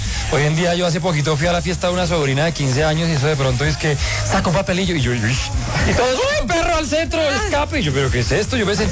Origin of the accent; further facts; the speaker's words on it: Belgium; Él, yo que crecí en Bélgica, Cris, usted sabe.